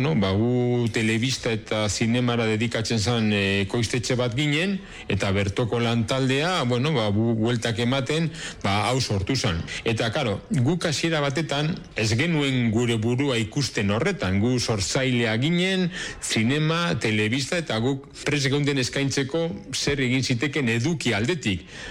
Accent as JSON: {"language": "Basque", "town": "Bilbao", "region": "Basque Country", "country": "Spain", "tie": "born there", "lives_now": "Durango, Spain"}